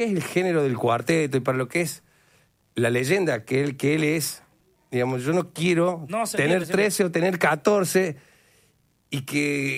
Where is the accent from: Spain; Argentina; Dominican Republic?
Argentina; Córdoba; como cordobés solista y cuartetero, yo no quiero superarlo.